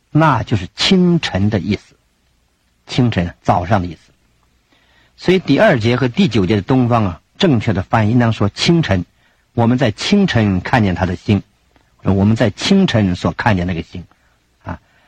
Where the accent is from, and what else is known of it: China